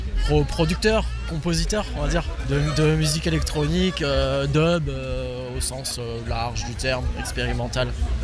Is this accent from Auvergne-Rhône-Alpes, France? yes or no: yes; Bourg-en-Bresse, Auvergne-Rhône-Alpes, France; chez moi, à Bourg-en-Bresse.